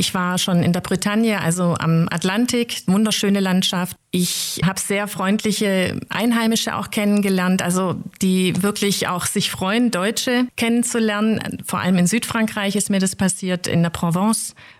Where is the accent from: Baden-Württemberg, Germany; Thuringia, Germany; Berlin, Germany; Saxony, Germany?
Baden-Württemberg, Germany; Schwäbisch Gmünd; Ich komme ja aus Schwäbisch Gmünd